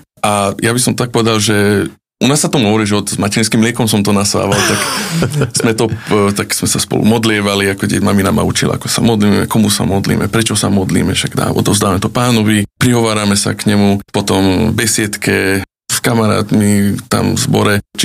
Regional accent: Komárno, Nitra Region, Slovakia; pochádzam z Komárna. Tam aj žijem teraz, tam som aj vyrastal, tam som sa aj narodil, i keď sme trošku behali s rodičmi hore dole po svete, ale ako pochádzam z také zaujímavé kombinácie, mamina je Slovenka, otec je z Maďarska

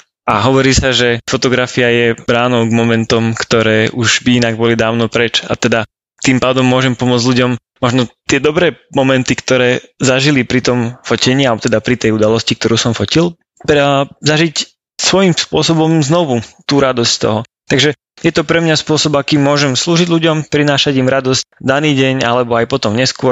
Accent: Žilina, Žilina Region, Slovakia; mám 25 rokov, pochádzam do Žiliny a už takmer rok som ženatý.

